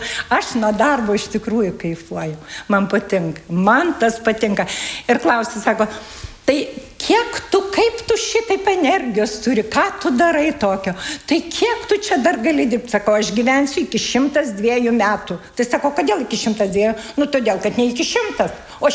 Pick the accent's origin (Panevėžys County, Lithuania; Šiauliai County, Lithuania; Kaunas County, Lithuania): Kaunas County, Lithuania; now in Ukmergė, Lithuania; Taip, aš kaip sakau, aš esu meilės emigrantė. Meilės emigrantė, atvažiavau čia į Ukmergę